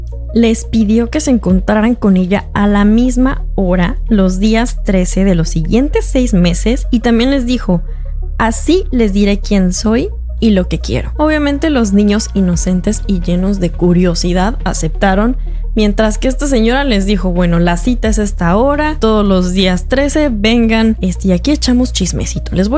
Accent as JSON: {"language": "Spanish", "country": "Mexico", "moved": "yes", "said": "para quienes no me conocen, soy periodista, vengo de México."}